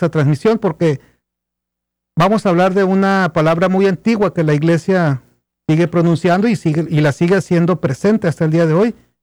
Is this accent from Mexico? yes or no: yes; Mexico; voy a hablar como mexicano